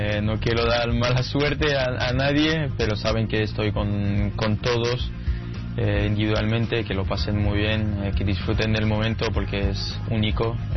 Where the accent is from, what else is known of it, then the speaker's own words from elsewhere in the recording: France; disfrutarlo como un fan de Francia, como un francés de más